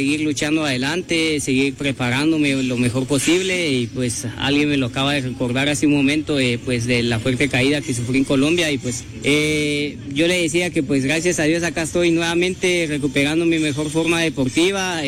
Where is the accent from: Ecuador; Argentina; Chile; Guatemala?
Guatemala; Realmente muy contento de poder terminar esta vuelta avantrado como mejor guatemalteco, y pues para mí siempre es un honor luchar por el equipo Hino, mis patrocinadores, mi familia y pues para toda Guatemala.